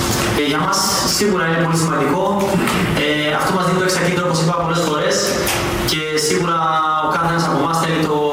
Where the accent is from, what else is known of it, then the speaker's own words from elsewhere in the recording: Northern Greece, Greece; Οπότε και εγώ, σαν παιδί της Βόρειου Ελλάδας, είμαι πάρα πολύ χαρούμενος που παίζω σχετικά στα μέρη μου.